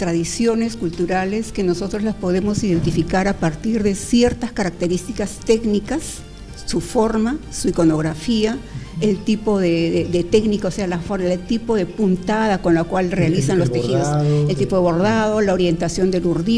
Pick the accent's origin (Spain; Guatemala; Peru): Peru